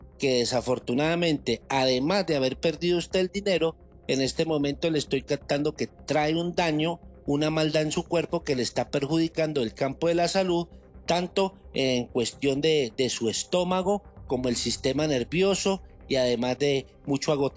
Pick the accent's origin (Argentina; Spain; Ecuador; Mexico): Mexico; now in United States; un tehuacán de los que llamamos en México, un agua mineral